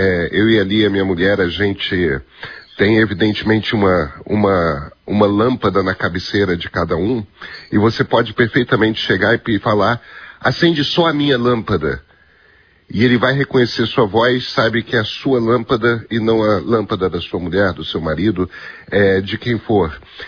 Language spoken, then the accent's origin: Portuguese; Rio de Janeiro, Brazil; Eu sou carioca, gente. Não é, a gente não é nasceu para isso.